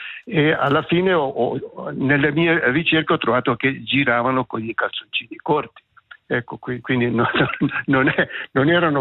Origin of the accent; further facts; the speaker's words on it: Camorino, Ticino, Switzerland; accent: Camorino dialect; Il nostro dialetto, il dialetto di Camorino, era piuttosto chiuso, si usava molto presente la U